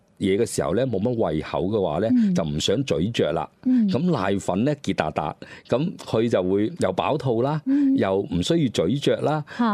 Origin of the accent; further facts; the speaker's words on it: Guangzhou, Guangdong, China; 譬如我哋廣州，我哋食得比較鮮味、比較淡味啦。咁其實可以體現咗我哋廣州人其實就 冇乜脾氣嘅，其實啊，比較隨，比較包容，比較隨和嘅